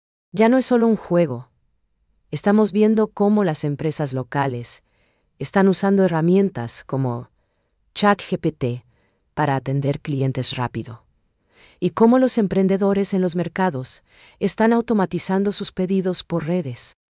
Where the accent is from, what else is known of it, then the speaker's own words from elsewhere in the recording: Paraguay; la identidad que nos define como paraguayos